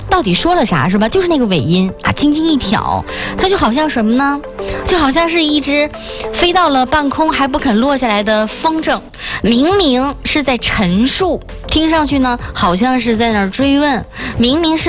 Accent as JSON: {"language": "Chinese", "town": "Jinzhou", "region": "Liaoning", "country": "China", "accent": "Jinzhou dialect", "said": "来聊一聊咱们锦州话。"}